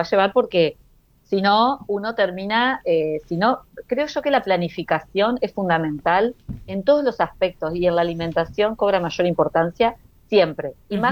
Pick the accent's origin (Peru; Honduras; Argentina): Argentina; Entre Ríos; vos sabés que yo soy de Entre Ríos, como lo acabas de decir, por lo tanto, nosotros estamos muy cerca, por ejemplo, de Capital Federal